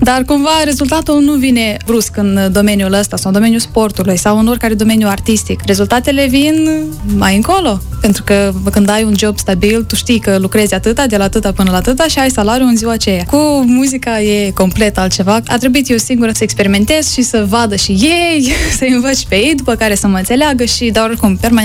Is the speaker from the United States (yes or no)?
no; Strășeni, Strășeni District, Moldova; Eu am crescut în Strășeni, alături de părinți, de bunei, nu am istorii tragice cu plecare peste hotare sau ceva de genul.